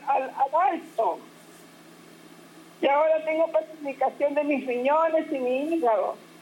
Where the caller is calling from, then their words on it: Tacna, Peru; Sí, estoy llamando de Tacna, jovencito.